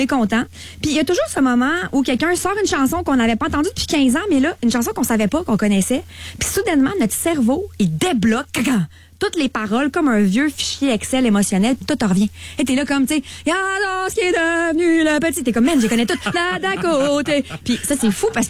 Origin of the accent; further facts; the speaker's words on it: Quebec City, Quebec, Canada; Je viens de Québec, donc j'allais sur les plaines à chaque année. Ouais. Tu sais, mon adolescence s'est façonnée sur les plaines, à coup de 23 juin.